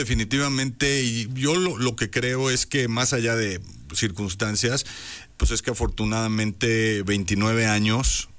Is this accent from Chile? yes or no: no; Mexico